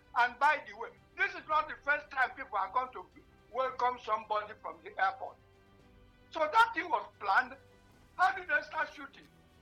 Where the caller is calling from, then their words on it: Enugu, Enugu State, Nigeria; we in Enugu say allow the opposition to tell us what they have in stock